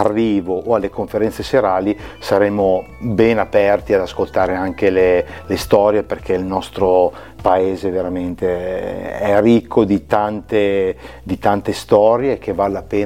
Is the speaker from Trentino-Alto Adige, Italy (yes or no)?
no; Cremona, Lombardy, Italy; attaccatissimo al mio paese e soprattutto in questo caso anche al mio territorio cremonese casalasco.